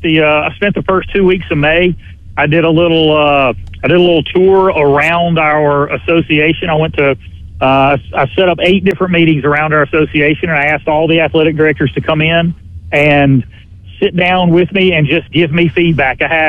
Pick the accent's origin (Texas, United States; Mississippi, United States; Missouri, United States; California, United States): Mississippi, United States; Canton; I grew up. I grew up in Canton, and we were a AA school.